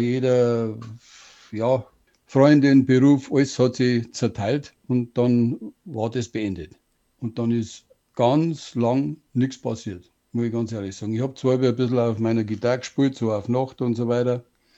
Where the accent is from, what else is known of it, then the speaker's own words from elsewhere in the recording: Bavaria, Germany; accent: Bavarian; first language Bavarian; in meiner Muttersprache bayerisch besser.